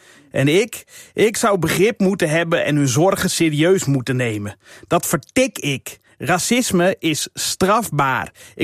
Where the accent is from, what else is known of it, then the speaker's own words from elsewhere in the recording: Netherlands; Maar helaas zijn wij Nederlanders te druk met op het terras zitten.